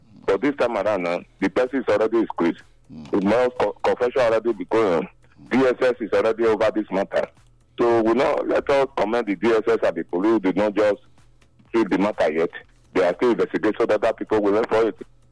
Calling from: Nigeria

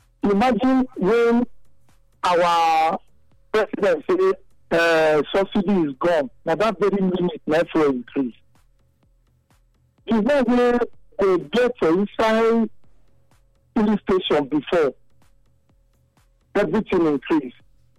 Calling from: Benin City, Edo, Nigeria; I'm from Benin.

